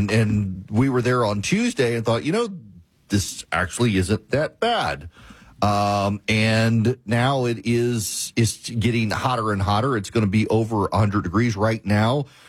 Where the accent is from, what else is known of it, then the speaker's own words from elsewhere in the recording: Dubai, United Arab Emirates; I grew up in Dubai. You think it's hot here, you should go there.